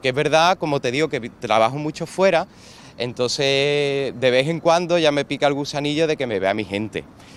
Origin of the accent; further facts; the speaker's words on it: Seville, Andalusia, Spain; Sí, pero yo quería estar en mi tierra. La verdad.